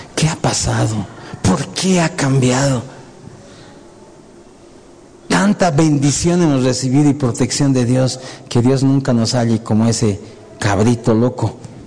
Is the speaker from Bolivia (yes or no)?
yes; Uyuni, Potosí, Bolivia; soy de Uyuni, Bolivia, y no me, de aquí nadie me mueve.